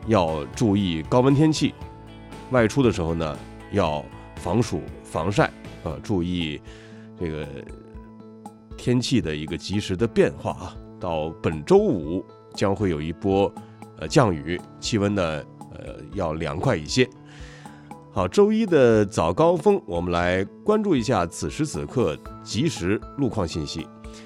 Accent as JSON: {"language": "Chinese", "town": "Dongguan", "region": "Guangdong", "country": "China", "said": "这是刻在咱们东莞人血脉里的民俗约定，"}